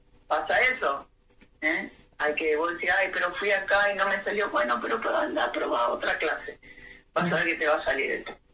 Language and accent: Spanish; San Justo, Buenos Aires Province, Argentina; Somos de San Justo, Morón, Luz Uriaga.